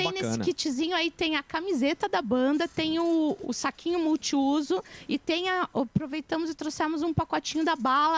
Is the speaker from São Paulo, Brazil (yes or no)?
no; Itapema, Santa Catarina, Brazil; Nós somos de Itapema, Santa Catarina.